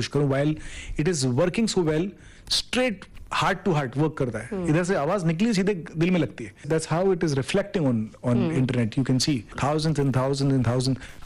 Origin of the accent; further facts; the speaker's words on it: Bundelkhand, India; born there; first language Bundeli; Hindi is a second language; हाँ तो मैं बुंदेलखंड में पैदा हुआ, इसमें मैंने बताया, बुंदेली मुझे बहुत पसंद है